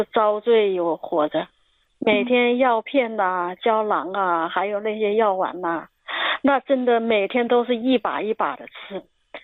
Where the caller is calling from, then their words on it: Hubei, China; 我呀是一个一体多病的人，65岁了，我家是湖北这边的啊。